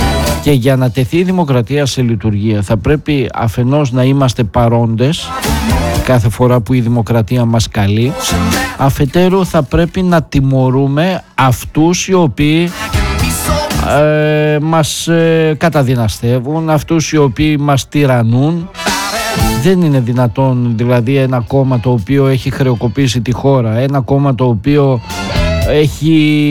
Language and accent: Greek; Greece; να αποδείξουμε ότι είμαστε Έλληνες